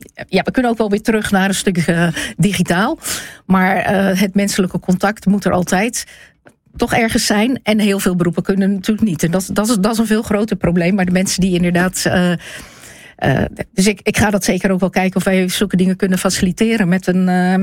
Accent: Zeeland, Netherlands; En vooral als Zeeuws-Vlaming

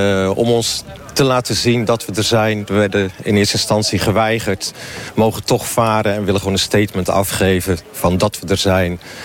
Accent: Zierikzee, Zeeland, Netherlands; Ik kom oorspronkelijk uit Zierikzee. Ik ben geboren en getogen

